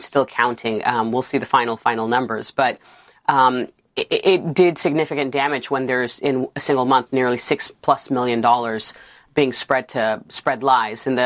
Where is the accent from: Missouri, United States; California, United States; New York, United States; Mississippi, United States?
New York, United States; born or raised there